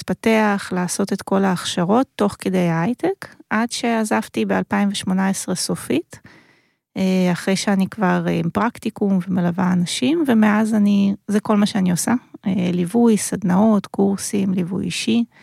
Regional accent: Rishon LeZion, Central District, Israel; אני מראשון לציון

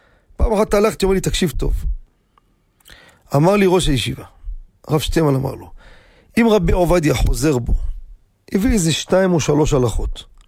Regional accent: Jerusalem, Jerusalem District, Israel; בירושלים, אני גדלתי בירושלים. בקטמון

